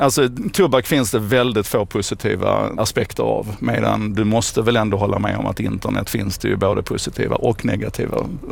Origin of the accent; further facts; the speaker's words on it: Malmö, Skåne, Sweden; vi är ju Malmöbor